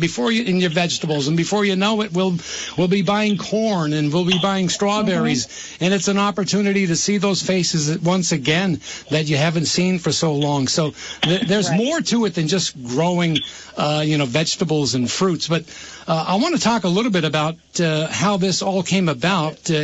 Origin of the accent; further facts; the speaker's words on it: Burlington, Vermont, United States; I grew up in Burlington, but I can remember when you wanted corn, you drove out to Mallets Bay Ave and you bought it from one of the families, right?